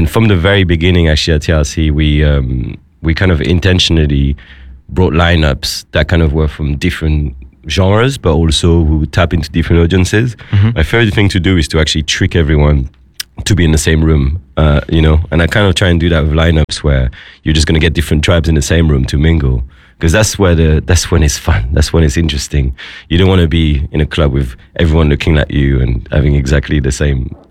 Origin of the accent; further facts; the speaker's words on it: Paris, Île-de-France, France; moved away; another thing is like I'm from Paris, right, and I left Paris because I was kind of a bit bored with how cliquey things were.